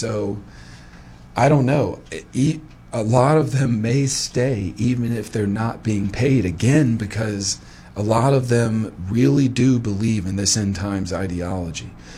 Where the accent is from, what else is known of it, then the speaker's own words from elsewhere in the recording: United States; also born or lived in Israel; I'm an American, but I'm also an Israeli. I lived in Israel for years.